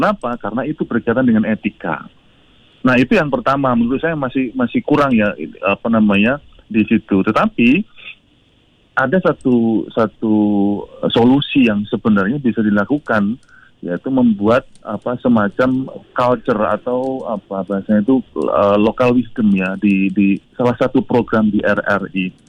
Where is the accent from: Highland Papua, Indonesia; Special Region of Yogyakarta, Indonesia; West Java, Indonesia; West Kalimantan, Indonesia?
Special Region of Yogyakarta, Indonesia; Yogyakarta; Pertama itu secara umum ya, karena saya dari Jogja ya